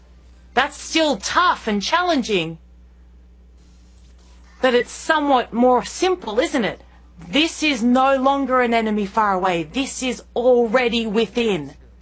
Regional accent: Indonesia; born or raised there; also born or lived in Australia

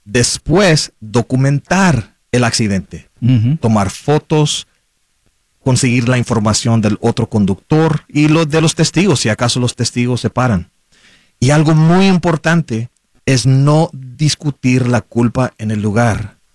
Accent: McAllen, Texas, United States; moved away as an adult; now in San Antonio, United States; Crecí en el Valle, el sur de Texas, en el área de McAllen, de Far, San Juan Álamo, y pues me mudé aquí a San Antonio hace casi 10 años

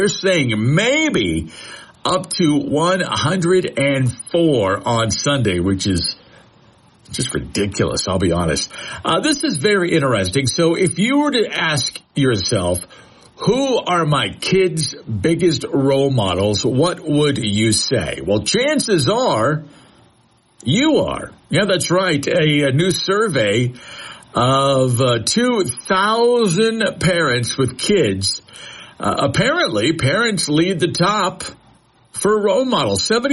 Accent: United States; I grew up just outside of Kansas City, and George Brett was a Kansas City Royal, and I loved George Brett.

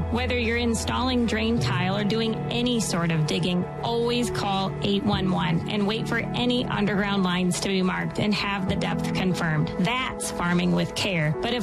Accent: Port Washington, Wisconsin, United States; I am originally from Port Washington, Wisconsin.

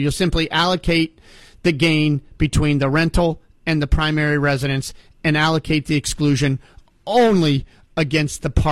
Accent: Ohio, United States; give you a shout out for being from Ohio, because that's my home state.

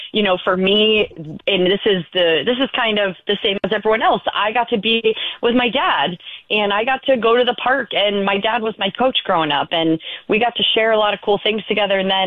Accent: Wildwood, Missouri, United States; I grew up in Wildwood

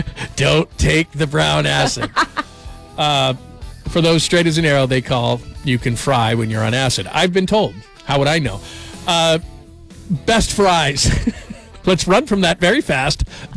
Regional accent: California, United States; also born or lived in Texas; I'm from Southern California too. And I lived in Texas.

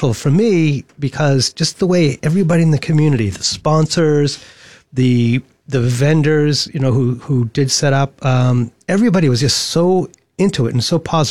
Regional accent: Boston, Massachusetts, United States; moved away; I'm from Boston.

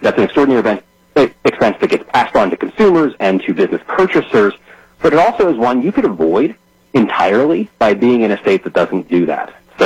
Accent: United States; as an American

